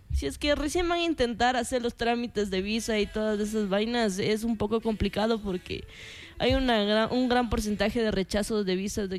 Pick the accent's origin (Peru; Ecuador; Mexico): Ecuador; Claro, nosotros como ecuatorianos